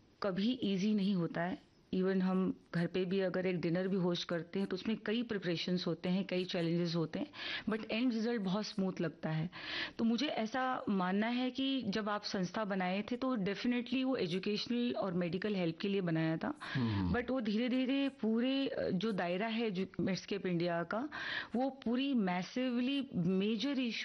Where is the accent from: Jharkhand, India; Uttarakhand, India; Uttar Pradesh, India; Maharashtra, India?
Uttar Pradesh, India; क्योंकि हम उत्तर प्रदेश से हैं, राजस्थान हुआ या हरियाणा हुआ, ये सब जगह पे girl child ratio, sex ratio बहुत लो था 2008 में।